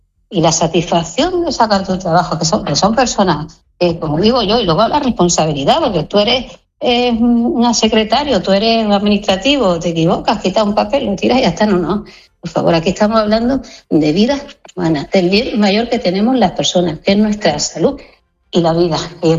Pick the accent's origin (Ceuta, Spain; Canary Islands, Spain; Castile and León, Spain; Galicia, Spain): Ceuta, Spain; Nuestra población caballa, mayoritariamente es musulmana y cristiana